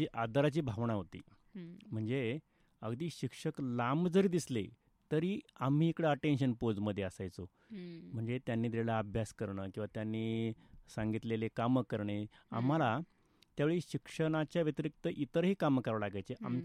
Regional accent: Rahuri, Maharashtra, India; हो, राहुरीमध्येच गेलं माझं बालपण. जन्मही माझा राहुरीचाच आहे आणि बालपणही माझं राहुरीमध्येच गेलं. राहुरीच्या जवळच एक येवले आखाडा म्हणून एक छोटंसं गाव आहे, ते राहुर नगरपालिकेच्या हद्दीमध्येच समाविष्ट आहे आणि त्या ठिकाणी माझं बालपण गेलंय.

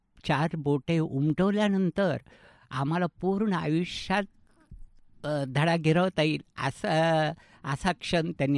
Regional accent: Dongaon, Maharashtra, India; now in Ahilyanagar, India; मूळ जामखेड तालुक्यातील डोणगाव या छोट्या गावचं आहे.

